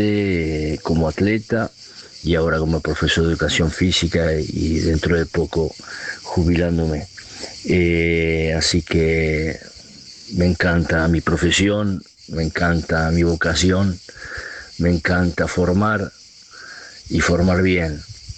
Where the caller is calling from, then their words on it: Rome, Lazio, Italy; de Roma, provincia de Roma